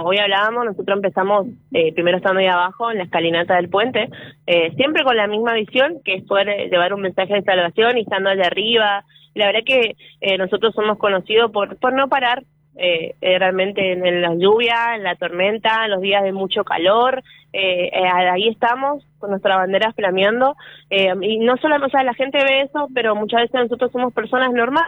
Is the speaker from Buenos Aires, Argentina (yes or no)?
no; Paso de los Libres, Corrientes, Argentina; moved away; yo soy de Paso de los Libres